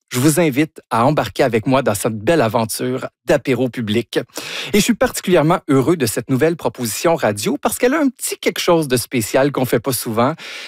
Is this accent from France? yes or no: no; Longueuil, Quebec, Canada; j'ai 41 ans, je viens de Longueuil et je suis célibataire.